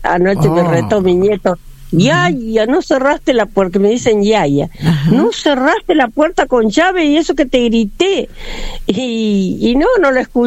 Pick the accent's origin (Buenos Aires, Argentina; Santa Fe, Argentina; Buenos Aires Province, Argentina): Santa Fe, Argentina; San Carlos Centro; born there; also born or lived in Córdoba, Argentina